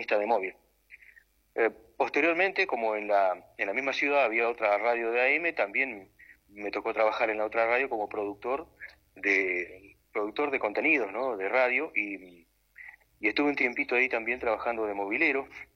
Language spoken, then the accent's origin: Spanish; Patagonia, Argentina; also born or lived in Buenos Aires; now in Mar del Plata, Argentina; Si bien yo soy de origen patagónico, me tocó ir para allá, a la provincia de Santa Cruz